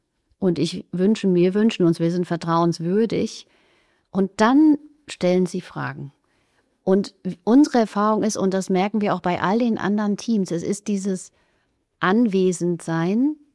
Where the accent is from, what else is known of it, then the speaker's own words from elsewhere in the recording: West Germany, Germany; moved away as an adult; also born or lived in Argentina; wir kommen aus Westdeutschland